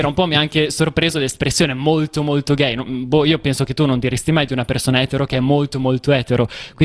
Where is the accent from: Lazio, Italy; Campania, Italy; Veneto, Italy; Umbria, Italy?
Campania, Italy; Naples; now in Singapore; Io di Napoli. Davvero sono molto molto molto contento di essermi andato dall'Italia